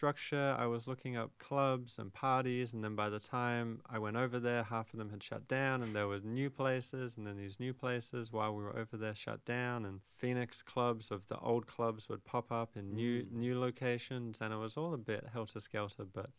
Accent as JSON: {"language": "English", "town": "Brisbane", "region": "Queensland", "country": "Australia", "tie": "born or raised there", "moved": "yes", "lives_now": "Sydney, Australia", "said": "I grew up in Brisbane, came down to Sydney"}